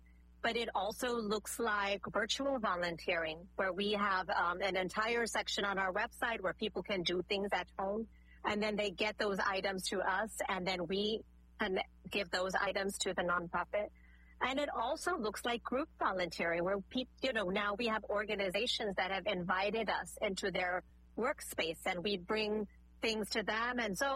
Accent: Houston, Texas, United States; also born or lived in Connecticut; I was raised in Houston

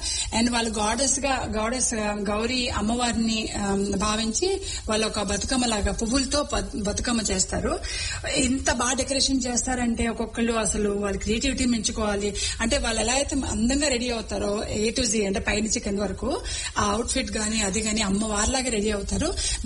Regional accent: Andhra Pradesh, India; now in United States; నేను ఆంధ్రాలో పుట్టి పెరిగాను.

